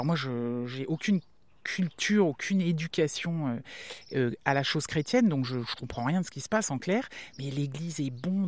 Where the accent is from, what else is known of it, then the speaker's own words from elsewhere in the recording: Brittany, France; Et ce qui me définit, c'est que je suis bretonne, avec ce site particulier que un morceau de moi est africain.